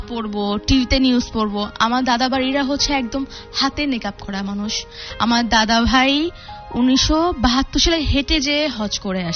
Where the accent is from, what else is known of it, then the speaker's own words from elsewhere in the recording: Dhaka, Dhaka Division, Bangladesh; আমার আম্মুর বাড়ি ছিল, আমার বাড়ি হচ্ছে নাজিরা বাজারে আলুপট্টিতে, আমার নানা ভাইরা আড়তদার, সৈয়দ হাসান বললে সবাই চিনে।